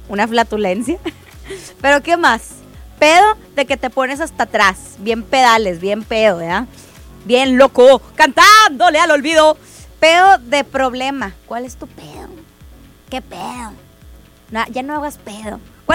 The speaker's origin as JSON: {"language": "Spanish", "town": "Monterrey", "region": "Nuevo León", "country": "Mexico", "said": "Bueno, qué raro somos los regios."}